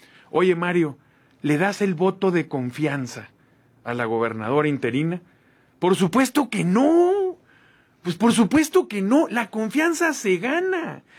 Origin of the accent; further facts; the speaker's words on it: Sinaloa, Mexico; como somos los sinaloenses